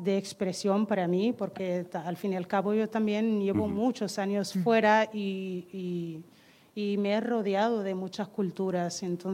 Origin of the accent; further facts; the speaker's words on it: Tindouf Province, Algeria; now in Spain; Entonces yo crecí en ese ambiente y para mí, dentro de lo que es vivir en un campo de refugiados, esa parte de mi infancia pues me trae felicidad y me trae buenos recuerdos.